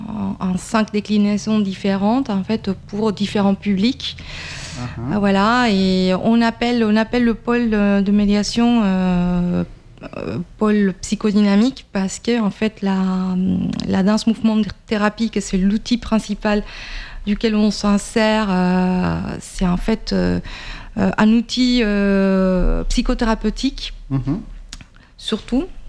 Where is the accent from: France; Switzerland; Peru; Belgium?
Peru; Trujillo, La Libertad; Oui, je suis péruvienne en fait, d'origine. Je suis née au Pérou.